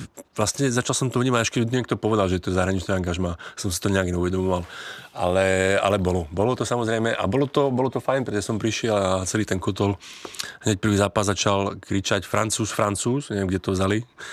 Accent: Slovakia; now in Czechia; No tak jsem Slovák, takže faním Slovákům samozřejmě.

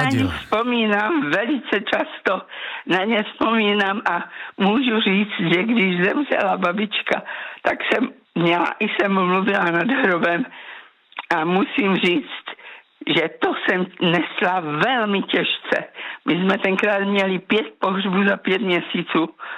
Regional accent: Moravia, Czechia; jelikož my jsme byli z Moravy

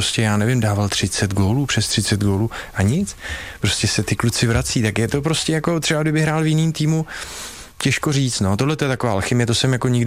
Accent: České Budějovice, South Bohemian Region, Czechia; jsem samozřejmě neuměl řeč, já jsem se neučil anglicky, já jsem se učil německy odmala, protože jsem vyrůstal v Českých Budějovicích a to bylo blíž k tomu Rakousku a takže jsme se učili skoro všichni německy a anglicky jsem se naučil potom nějak jako samouk a trošku na střední škole

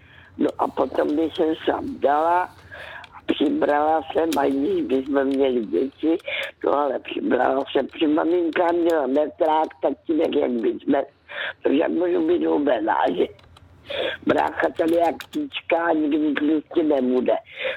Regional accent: Karolinka, Zlín Region, Czechia; já jsem dcerka z Valašska, kde se narodila v Karolince, kde je hrozně pěkné

